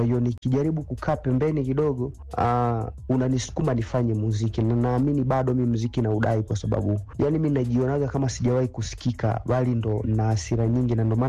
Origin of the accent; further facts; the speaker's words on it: Musoma, Mara, Tanzania; also born or lived in Bunda; now in Dar es Salaam, Tanzania; ni Bongo Flava artist, ni msanii wa natokea mkoa wa Mara. Toka nimeanza safari yangu ya muziki mpaka hapa nilipofika, nimeanzia nyumbani Musoma, then nikakaa tena Bunda